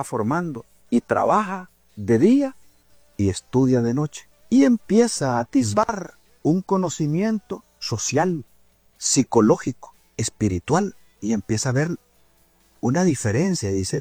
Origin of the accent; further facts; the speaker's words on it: Honduras; quiénes somos los hondureños